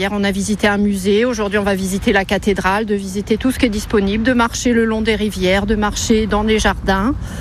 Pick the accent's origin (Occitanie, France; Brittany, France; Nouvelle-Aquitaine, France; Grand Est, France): Brittany, France; je viens de Bretagne.